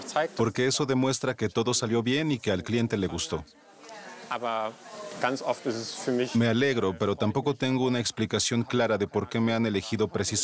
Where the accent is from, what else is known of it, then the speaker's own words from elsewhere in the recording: Hamburg, Germany; eso lo hace muy especial para mí que soy de Hamburgo.